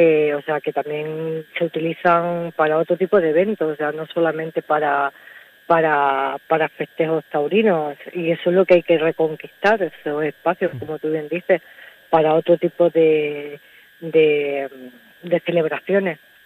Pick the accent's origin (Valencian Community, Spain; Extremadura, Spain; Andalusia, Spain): Extremadura, Spain; Brozas; yo soy natural de allí, yo nací en Brozas